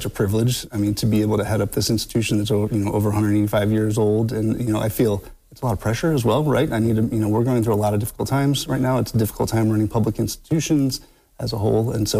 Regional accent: Ohio, United States; also born or lived in Brooklyn; I'm an Ohio native. I grew up in Northeast Ohio. I did undergraduate and grad school at BGSU, and then came back in 2015 as the deputy director.

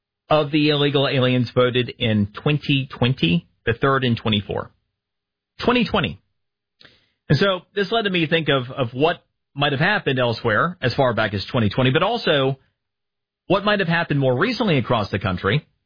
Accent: Florida, United States; born or raised there

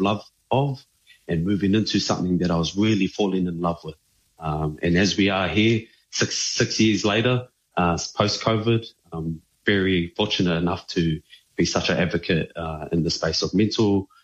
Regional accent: Tokoroa, Waikato, New Zealand; also born or lived in South Auckland; now in Auckland, New Zealand; I am a proud New Zealand-born Cook Island Welsh descendant. I grew up in Tokoroa and South Auckland.

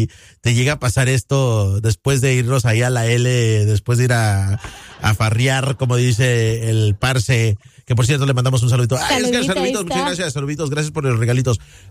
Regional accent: Morelos, Mexico; Se dice por ahí en Cuernavaca, donde cerquitas de donde soy yo. En Cuernavaca, Morelos

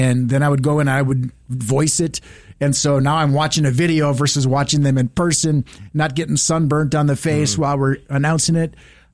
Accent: Brandon, Minnesota, United States; Yeah, I'm a Westerner from Brandon, Minnesota.

